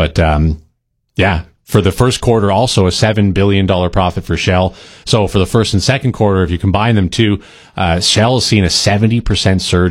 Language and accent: English; Kitchener, Ontario, Canada; They are my hometown band from Kitchener, Ontario.